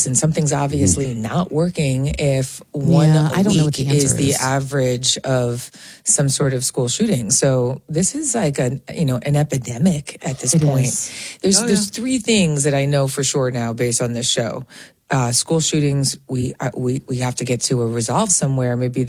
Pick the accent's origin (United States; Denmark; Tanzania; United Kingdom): United States; New York; accent: Long Island; Such a Long Island girl. I sense my Long Island accent.